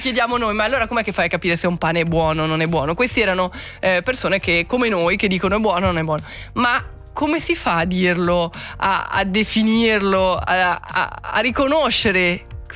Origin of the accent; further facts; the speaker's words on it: Switzerland; Non perché sono svizzero, boh, poi dopo sono gusti, eh.